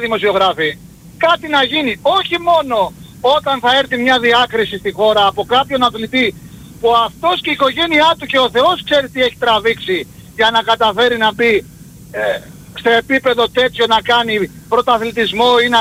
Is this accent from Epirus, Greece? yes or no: no; Chania, Crete, Greece; Σάβα, είμαι από Χανιά.